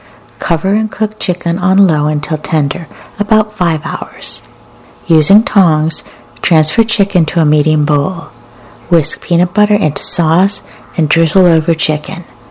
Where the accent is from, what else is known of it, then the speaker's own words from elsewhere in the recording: Australia; When I was growing up in Australia, my mom would cut a giant wedge of watermelon, slice a cheek of sun-ripened mango